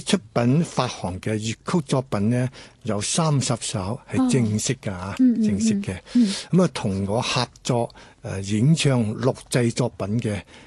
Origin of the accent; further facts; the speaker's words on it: Guangdong, China; 嶺南文化對我哋廣府人嚟講咧，係好多共同點嘅。